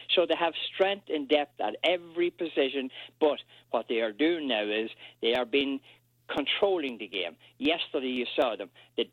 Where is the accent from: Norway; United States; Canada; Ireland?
Ireland; Yeah, I'm Irish. I don't understand that.